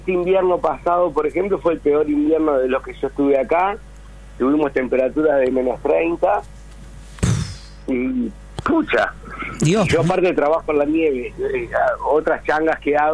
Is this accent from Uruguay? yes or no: yes; Uruguay; now in Argentina; Soy uruguayo, no soy argentino, ya te digo, me encanta Argentina, me considero como medio argentino, tengo muchos amigos en Buenos Aires, en Córdoba, en Salta